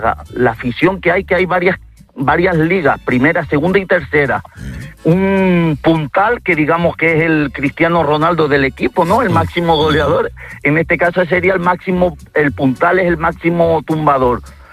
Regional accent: Tenerife, Canary Islands, Spain; Pues mire, yo soy de Tenerife y aquí una gran tradición y arrastra mucha afición es la lucha canaria.

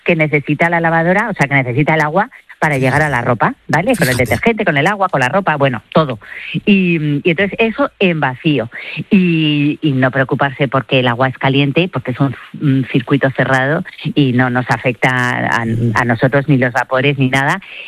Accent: Spain; que para eso somos españoles y vamos a tirar a nuestra tierra.

